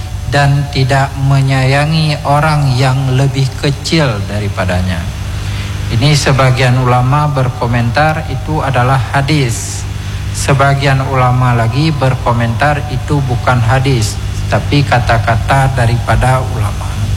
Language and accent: Indonesian; Aceh, Indonesia; Kebiasaan kita orang Aceh itu kalau sudah diundang itu serius.